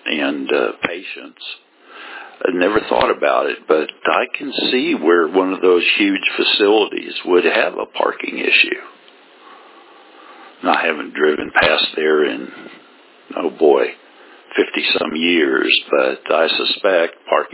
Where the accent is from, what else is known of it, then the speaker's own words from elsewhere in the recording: Atchison, Kansas, United States; driving through Leavenworth, Kansas, which is about 25 miles, almost due south of my hometown of Atchison, Kansas.